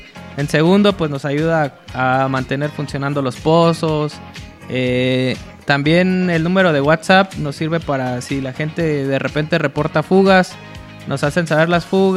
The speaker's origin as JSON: {"language": "Spanish", "country": "Mexico", "said": "como buenos mexicanos, dejamos todo al final"}